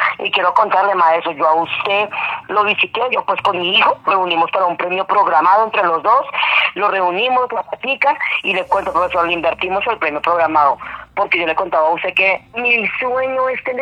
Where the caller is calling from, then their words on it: Bello, Antioquia, Colombia; De aquí, de Bello Antioquia